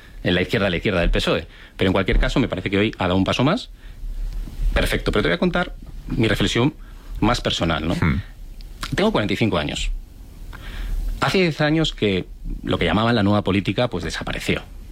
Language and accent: Spanish; San Sebastián, Basque Country, Spain; moved away as an adult; now in Madrid, Spain